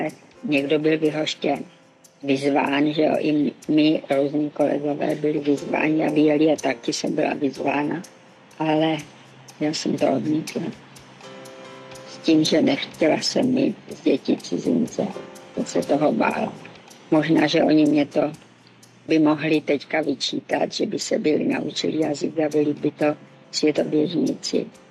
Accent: Moravia, Czechia; moved away as an adult; now in Prague, Czechia; byla jsem z Moravy, nebyla jsem odsud, jako tu Prahu jsem vůbec neznala.

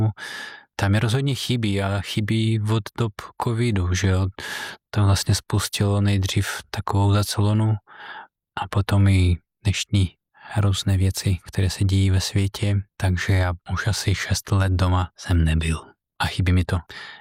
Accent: Belarus; Czech is a second language; když už ta konstelace věci je taková, že jsem Bělorus a Markéta je Češka, tak zkusíme tady ti naše schopnosti přirozené předat

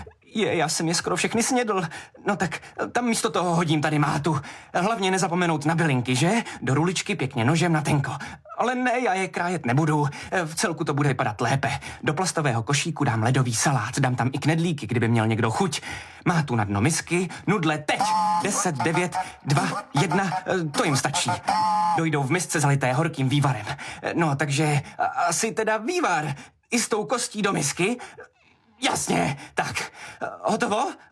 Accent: Vietnam; Ano, jsem z Vietnamu. Moje maminka mě učila vařit, když jsem byl dítě.

